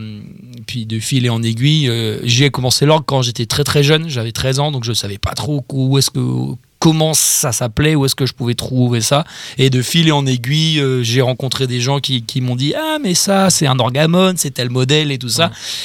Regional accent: Paimpol, Brittany, France; on est originaire de Paimpol et nos ancêtres étaient à La Rojonne, à côté de Tréguier. Donc oui, on est bien du coin.

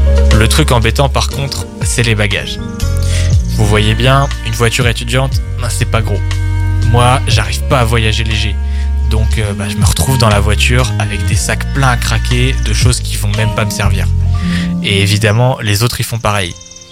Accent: Pontivy, Brittany, France; moved away as an adult; now in Nantes, France; Perso, j'étudie à Nantes, en prépa. Mais je viens de Pontivy.

